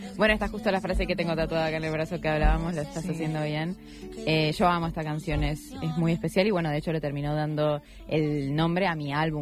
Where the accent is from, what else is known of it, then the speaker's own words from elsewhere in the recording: Argentina; Bueno, sí, argentina